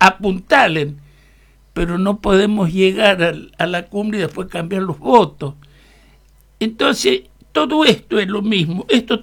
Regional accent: Argentina

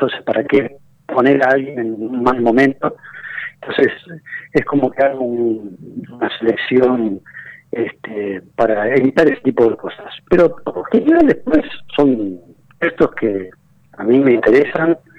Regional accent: Argentina; porque así somos los argentinos, así grandilocuentes y los mejores del mundo.

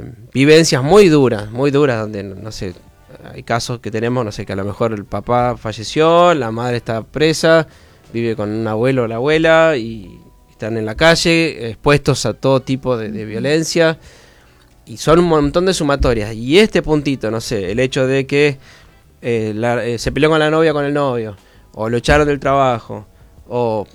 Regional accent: Buenos Aires, Argentina; yo vengo de Buenos Aires y hemos conocido distintos espacios de iglesias

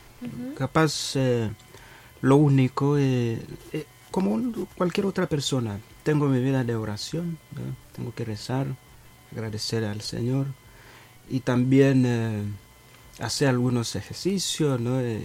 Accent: Tanzania; moved away as an adult; also born or lived in Kenya; salí de Tanzania, empecé mi formación en un país que se llama Kenia, ¿no?

